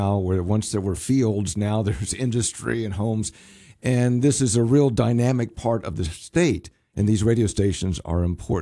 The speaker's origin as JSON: {"language": "English", "region": "West Virginia", "country": "United States", "tie": "born or raised there", "said": "I grew up in this area. I'm from Jefferson County, and I grew up listening to WEPM as a kid"}